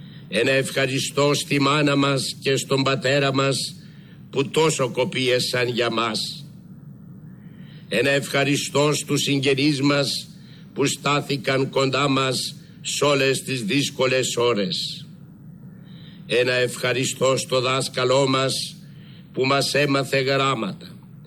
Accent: Greece; όλοι εμείς που γεννηθήκαμε Έλληνες και ανήκουμε στο ελληνικό έθνος

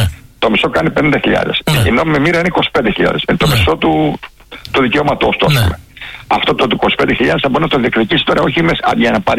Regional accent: Platania, Greece; Επίσης στο Λονδίνο, το Βασίλη από τον Πλετανιά, το χωριό μου, έτσι, καταγωγή από τον Πλετανιά.

